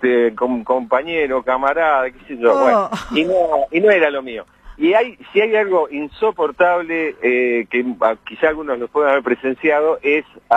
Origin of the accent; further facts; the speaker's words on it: Bahía Blanca, Buenos Aires Province, Argentina; nosotros somos de Bahía Blanca